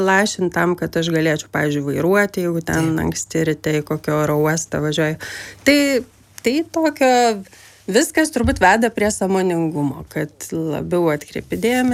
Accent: Vilnius, Vilnius County, Lithuania; Tikrai aš užaugau Aklųjų rajone Vilniuje

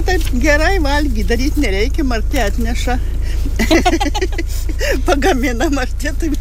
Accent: Marijampolė County, Lithuania; moved away; aš ne iš čia kilus, tai aš iš Marijampolės rajono, nu ten nuo Igliaukos, jeigu žinot, dar nuo Gudelių valsčius buvo.

